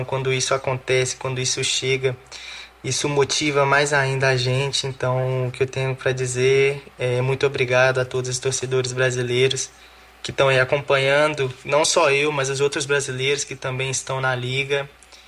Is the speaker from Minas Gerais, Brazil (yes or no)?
yes; Belo Horizonte, Minas Gerais, Brazil; no meu bairro, que é o bairro Serrano, onde eu cresci em Belo Horizonte